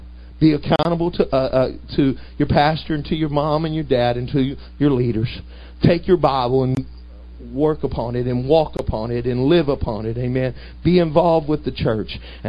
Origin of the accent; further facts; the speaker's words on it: Virginia, United States; I'm from Virginia, and if you know anything about Virginia boys, we've been taught if you don't tithe, amen, you ain't even saved.